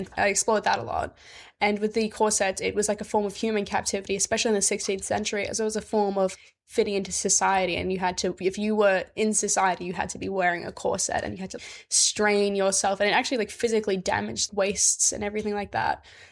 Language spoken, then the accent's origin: English; England, United Kingdom; now in Brisbane, Australia; I'm from England.